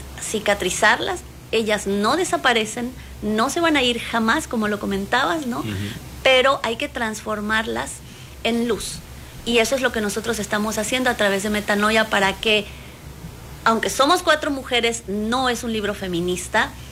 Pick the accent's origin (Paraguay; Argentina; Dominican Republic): Paraguay; Entonces, bueno, yo como paraguaya, yo … Es en guaraní, es el idioma de mi país.